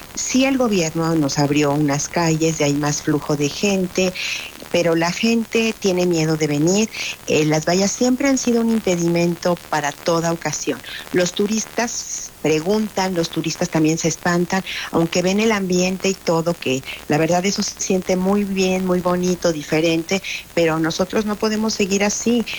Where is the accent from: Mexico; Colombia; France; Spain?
Mexico; Y me siento como mexicana tan impotente.